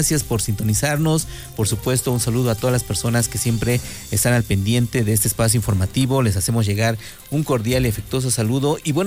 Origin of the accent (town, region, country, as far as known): Mexico